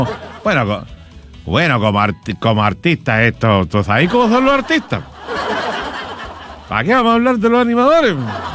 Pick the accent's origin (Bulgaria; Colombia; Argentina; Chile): Chile; Hasta que uno dijo, ¿y vos sos chileno o sos argentino? Y yo soy chileno.